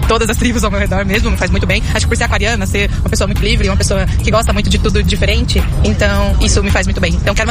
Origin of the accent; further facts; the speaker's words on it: São Paulo, Brazil; Sou da BC Paulista, São Paulo.